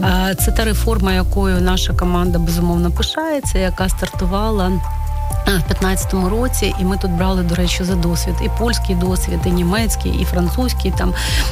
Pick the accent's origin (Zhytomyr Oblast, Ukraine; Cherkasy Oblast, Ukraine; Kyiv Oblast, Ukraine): Cherkasy Oblast, Ukraine; Cherkasy; now in Kyiv, Ukraine; чи в моїх рідних Черкасах, чи в Києві, чи зараз от в Чернівцях, де, ну, давно не була.